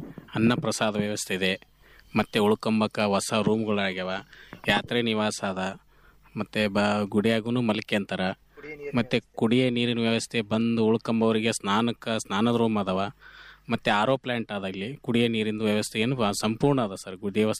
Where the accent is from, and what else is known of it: Kalmala, Karnataka, India